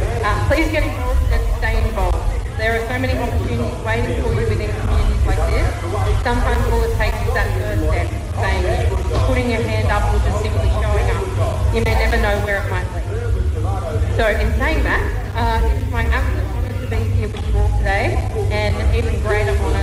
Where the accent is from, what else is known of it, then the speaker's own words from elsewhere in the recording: Warialda, New South Wales, Australia; I grew up in Warialba in northern New South Wales with my family sheep and cattle property.